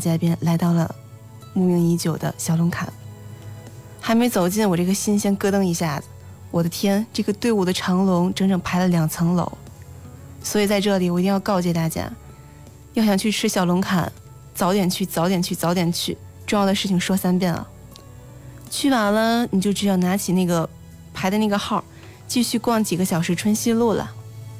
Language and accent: Chinese; Tianjin, China